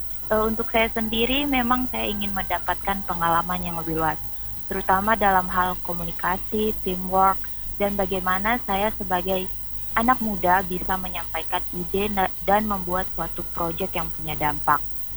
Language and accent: Indonesian; Papua, Indonesia; Daerah Papua